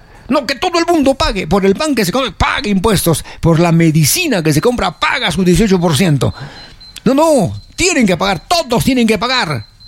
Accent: Peru; ¿qué cosas somos los peruanos?

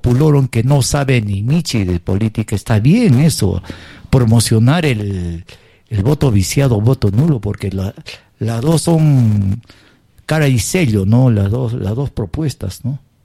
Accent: Peru; los peruanos somos

